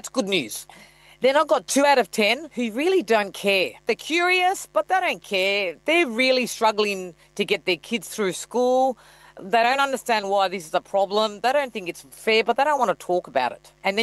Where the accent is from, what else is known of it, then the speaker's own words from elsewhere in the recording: Australia; it is very heartbreaking to watch as an Australian, as a mum, as a sister, and as a daughter